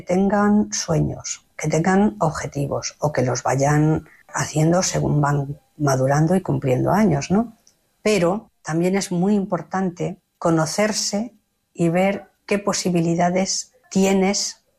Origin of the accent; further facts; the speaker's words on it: Finisterre, Galicia, Spain; entonces Sevilla, en el año 70, estaba muy lejos de Finisterre, que es de donde yo soy, en todos los sentidos.